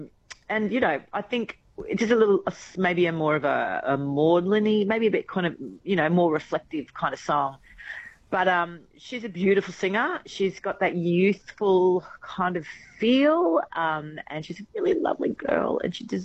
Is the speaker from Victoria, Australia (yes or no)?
no; Cairns, Queensland, Australia; My hometown in Cairns, Far North Queensland.